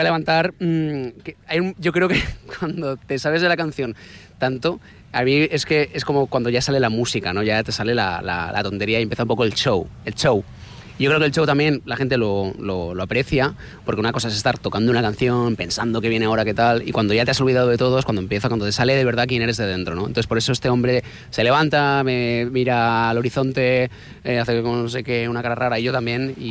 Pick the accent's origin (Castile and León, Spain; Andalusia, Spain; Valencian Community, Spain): Valencian Community, Spain; Valencia; Bueno, venimos de Valencia, la sobremesa ahí, pues después de la paella, ya sabes